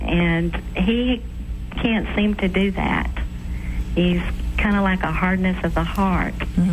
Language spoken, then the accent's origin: English; Birmingham, Alabama, United States; I'm from Birmingham, right here next door.